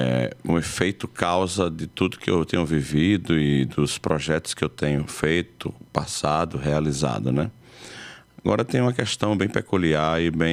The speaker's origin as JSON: {"language": "Portuguese", "town": "Arcoverde", "region": "Pernambuco", "country": "Brazil", "said": "E eu estou aqui para falar da minha terra, do sertão, desse portal elétrico, magnético, portal Arco Verde"}